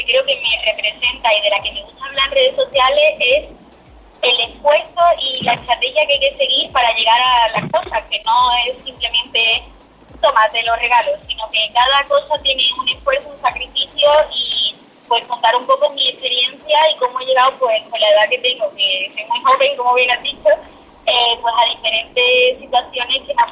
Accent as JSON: {"language": "Spanish", "town": "Huelva", "region": "Andalusia", "country": "Spain", "said": "a mí lo que más me hace sentirme orgullosa de ser onubense es la gente."}